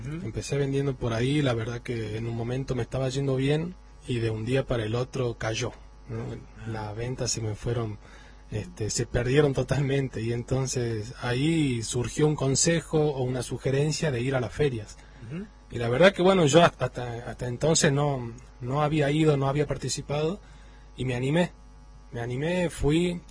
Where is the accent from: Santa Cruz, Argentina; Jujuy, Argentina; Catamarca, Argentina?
Jujuy, Argentina; moved away as an adult; also born or lived in Buenos Aires; Yo soy jujeño, pero estando muy lejos de mi provincia es que como que me empecé a dar cuenta de lo que tenía mi provincia en realidad para darme.